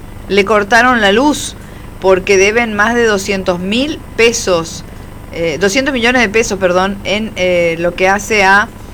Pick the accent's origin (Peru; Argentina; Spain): Argentina; nos acordaremos que somos todos argentinos